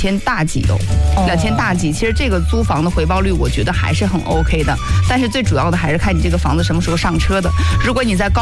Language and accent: Chinese; China; 就像我们中国人他的心里的一个状态就是一定要有房子。